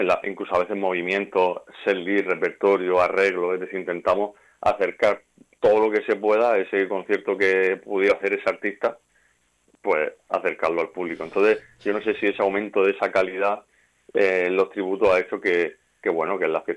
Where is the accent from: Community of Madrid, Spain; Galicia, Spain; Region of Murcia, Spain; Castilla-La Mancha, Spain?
Region of Murcia, Spain; De Cartagena, yo sí vivo en Murcia centro, José en Sangonera, es decir, somos, digamos, de la zona, pero vamos, todos murcianos.